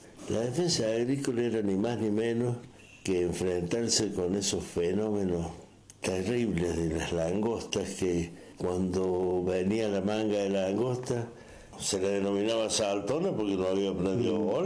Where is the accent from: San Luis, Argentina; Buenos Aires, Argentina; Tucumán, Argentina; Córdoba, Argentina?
San Luis, Argentina; San Francisco del Monte de Oro; born there; Nací en San Francisco del Monte de Oro, que está ubicado en el norte de la provincia de San Luis, en el departamento de Ayacucho.